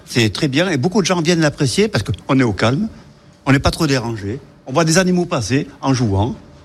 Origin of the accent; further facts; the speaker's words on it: South-West France, France; now in Reims, France; je suis de Reims, mais natif d'une région autre que la Champagne-Ardenne. Le Grand Sud-Ouest.